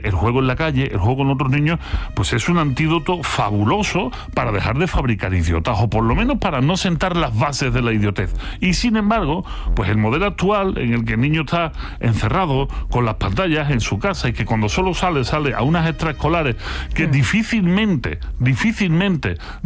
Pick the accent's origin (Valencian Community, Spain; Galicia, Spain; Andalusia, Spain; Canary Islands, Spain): Andalusia, Spain; que decíamos cuando éramos chicos aquí en Andalucía